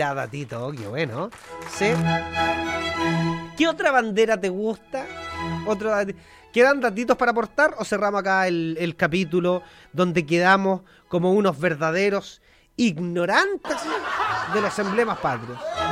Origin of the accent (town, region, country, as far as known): Chile